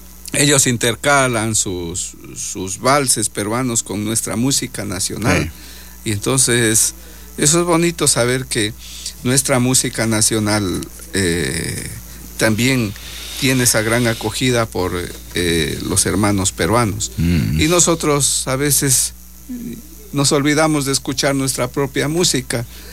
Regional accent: Changaimina, Loja, Ecuador; yo soy lojano, soy ecuatoriano, y esa es mi identidad. Soy, como dijeron, cholito de Changaimina. Así soy, seré y así moriré, porque ese con orgullo que llevo.

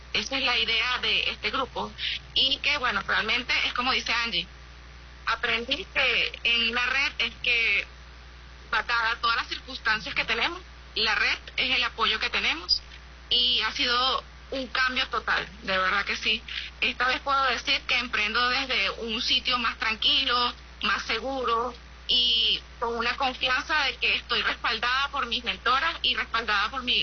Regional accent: Venezuela; Vine con unas expectativas un poco caídas, como muchos venezolanos, venezolanas, pues afrontamos muchas situaciones que son ajenas a nuestro control.

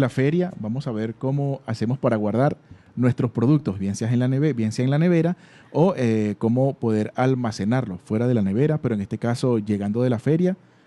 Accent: Venezuela; nuestro país Venezuela

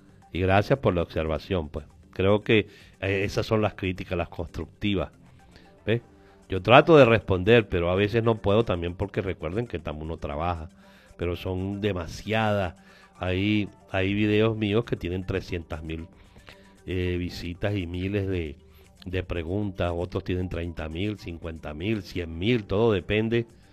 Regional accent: Caracas, Capital District, Venezuela; yo no soy de los estados, yo soy de Caracas.

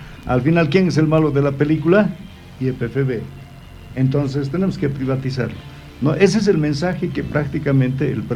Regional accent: Bolivia; Aquí todos somos bolivianos, seamos indígenas, seamos citadinos.

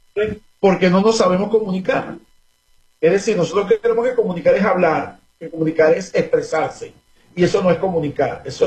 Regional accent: Venezuela

